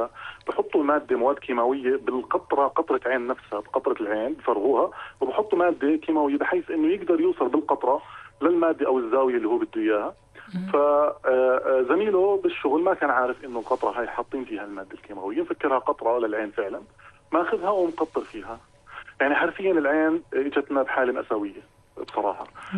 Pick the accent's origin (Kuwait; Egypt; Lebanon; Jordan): Jordan; عندنا بالأردن